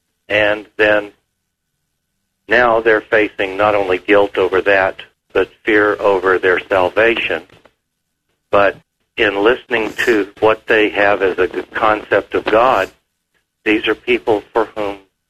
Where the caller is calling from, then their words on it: Baton Rouge, Louisiana, United States; I'm calling from Baton Rouge, Louisiana.